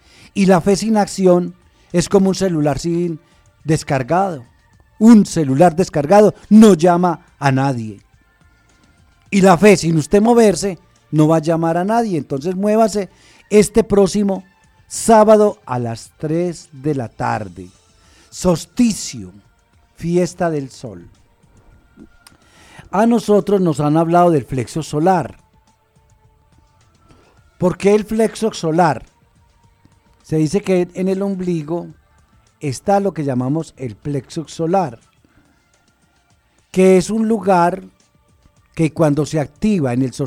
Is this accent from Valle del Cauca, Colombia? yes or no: no; Antioquia, Colombia; somos antioqueños y tenemos unas montañas que no nos deja ver